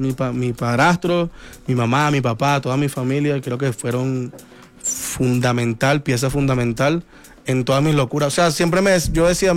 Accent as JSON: {"language": "Spanish", "town": "Caracas", "region": "Capital District", "country": "Venezuela", "tie": "born or raised there", "said": "En Caracas hay una zona que se llama Caricuao, que es donde yo nací."}